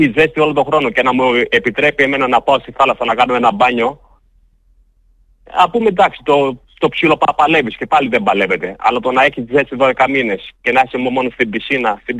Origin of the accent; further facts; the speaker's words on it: Kalymnos, South Aegean, Greece; moved away as an adult; Γεννήθηκα στην Κάλυμνο, μεγάλωσα, έφυγα 23 χρονών από την Κάλυμνο, τώρα είμαι 38 χρονών.